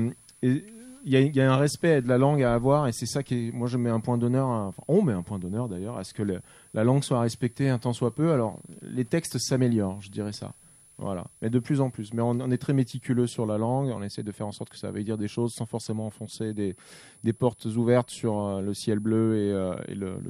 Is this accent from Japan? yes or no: no; France; quand on est sur un exercice de style en tant que français à chanter en anglais